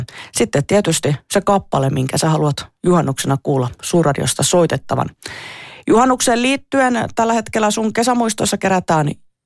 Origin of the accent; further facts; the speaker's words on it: Rovaniemi, Lapland, Finland; moved away; Ei meillä Rovaniemellä siihen aikaan mitään kokkoja polteltu, kun yötön yö oli käsillä.